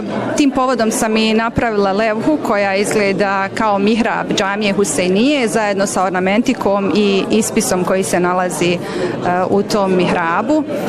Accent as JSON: {"language": "Bosnian", "town": "Gračanica", "region": "Federation of Bosnia and Herzegovina", "country": "Bosnia & Herzegovina", "said": "dolazim iz Gračanice."}